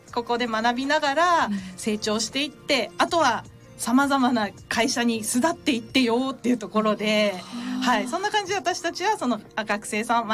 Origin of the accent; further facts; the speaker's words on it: Kawasaki, Miyagi, Japan; moved away as an adult; also born or lived in Sapporo; now in Sendai, Japan; 出身は宮城県の川崎町なんですけれども